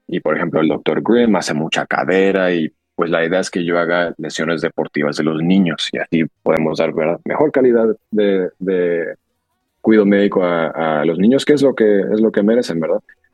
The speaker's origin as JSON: {"language": "Spanish", "town": "McAllen", "region": "Texas", "country": "United States", "tie": "born or raised there", "also_born_or_lived": "San Antonio, Texas / Puerto Rico", "moved": "as an adult", "lives_now": "Lehigh Valley, United States", "said": "Y yo crecí en Texas, crecí en la frontera de Texas, en una ciudad que se llama McAllen. Y de hecho allá le dicen el valle del Río Grande. Y ahora me mudé al valle de Lehigh Valley"}